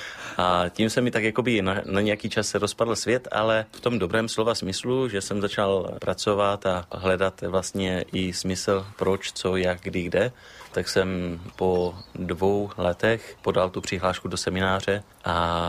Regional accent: Ostrava, Moravian-Silesian Region, Czechia; also born or lived in Havířov; now in Zátor, Czechia; jsem z Ostravy Poruby. Sice první 2-3 roky jsme bydleli v Havířově, ale pak většinu života jsem strávil vlastně v Ostravě Porubě.

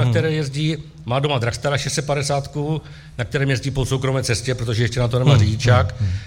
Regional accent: Opava, Moravian-Silesian Region, Czechia; Já už to mám kousek tady, já jsem z Opavy.

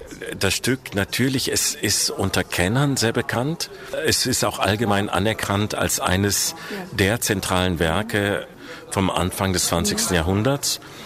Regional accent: Essen, North Rhine-Westphalia, Germany; außer dass wir zusammen studiert haben in Essen, in meiner Heimatstadt.

